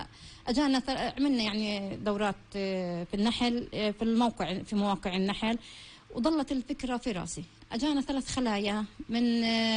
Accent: Palestine; احنا كفلسطينيين

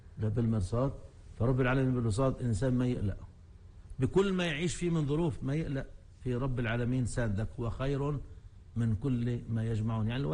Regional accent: Palestine; ونحن كشعب فلسطيني بنعيش اللي بنعيشه

